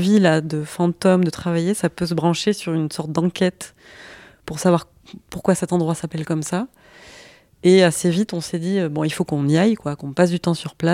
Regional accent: Occitanie, France; moved away; Et moi, je viens du Lot, et donc je suis rentrée l'hiver à Noël chez moi.

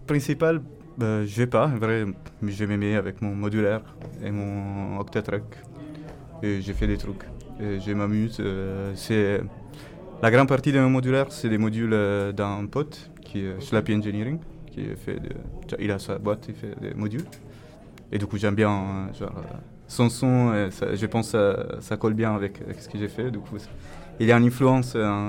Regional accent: Milan, Lombardy, Italy; moved away as an adult; now in Grenoble, France; Je suis à Grenoble depuis 4 ans, mais avant j'étais à Milan, où je suis grandi en fait.

